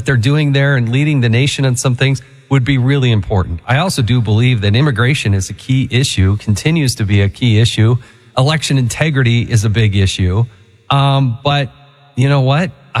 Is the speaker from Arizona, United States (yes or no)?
yes; Arizona, United States; part of my grade school and high school, I actually lived in Arizona. I love that place.